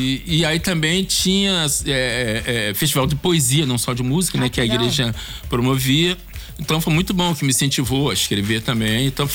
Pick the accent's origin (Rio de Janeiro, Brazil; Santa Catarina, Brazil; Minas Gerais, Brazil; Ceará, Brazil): Rio de Janeiro, Brazil; Belford Roxo; born there; also born or lived in Lins, Rio de Janeiro; E eu com 4 anos de idade saí do morro, nasci no Lins, Barro Preto, Cabo Sul, complexo do Lins. E aí com 4 anos de idade eles se separam, aí eu vou pra Belfort Roxo, pra Baixada com a minha mãe, né?